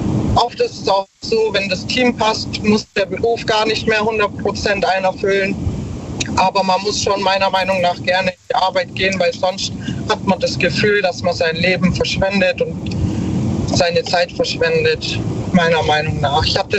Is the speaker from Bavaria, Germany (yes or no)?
no; Ulm, Baden-Württemberg, Germany; born there; Ich bin sehr gerne auch in meiner Heimat. Ich bin ja hier in Ulm auch geboren und ich bin super gerne hier.